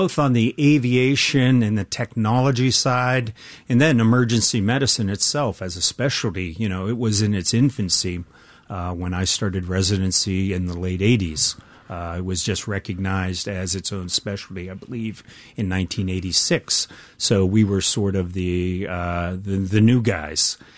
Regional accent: Steubenville, Ohio, United States; where I grew up in Steubenville, Ohio

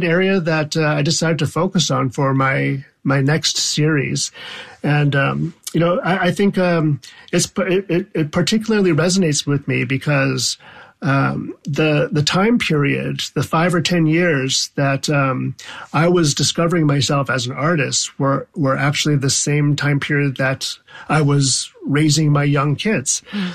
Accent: Wisconsin, United States; moved away; growing up in Wisconsin as a child of immigrants

